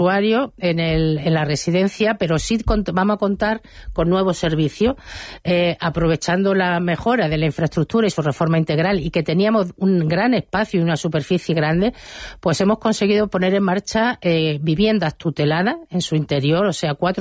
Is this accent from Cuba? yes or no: no; Linares, Andalusia, Spain; soy de Linares